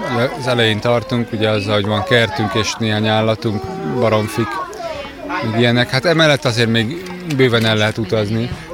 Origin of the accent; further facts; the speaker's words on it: Budapest, Hungary; moved away as an adult; Nem, hát Budapesten nőttünk fel